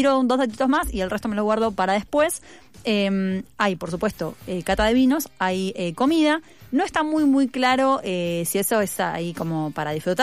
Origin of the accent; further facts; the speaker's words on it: Buenos Aires, Argentina; Como porteña, sentirme afuera de Buenos Aires.